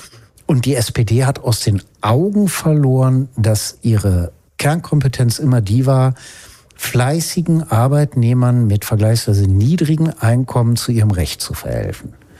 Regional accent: North Rhine-Westphalia, Germany; Ich komme ja aus dem Ruhrgebiet

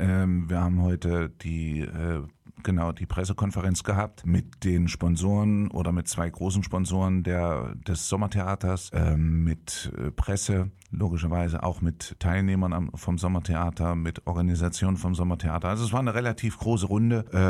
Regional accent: Gotha, Thuringia, Germany; ich bin gebürtiger Gotha

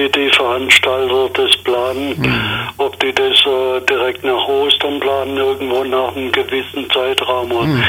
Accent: Swabia, Germany; born there; now in Solingen, Germany; Auch wenn ich ein gebürtiger Schwabe bin.

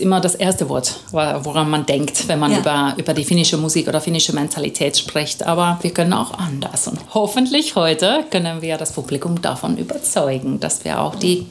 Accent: Finland; now in Southern Germany; die Texte kommen von uns zwei Finnen in der Band

